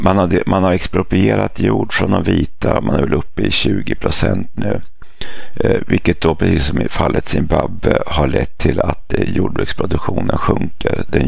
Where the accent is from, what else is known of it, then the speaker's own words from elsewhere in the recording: Namibia; Ja, det är bara minnen från min uppväxt i Sydvästafrika.